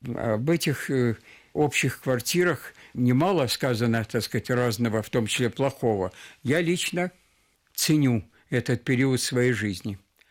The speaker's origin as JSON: {"language": "Russian", "region": "Moscow", "country": "Russia", "tie": "born there", "said": "Я родился в Москве, да, был Москве."}